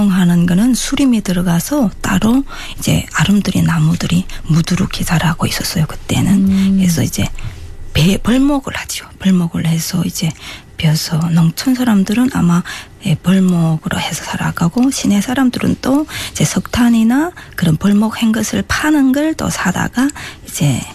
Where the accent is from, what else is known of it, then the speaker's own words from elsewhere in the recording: North Hamgyong, North Korea; now in South Korea; 남한 정착 1년차 함경북도가 고향인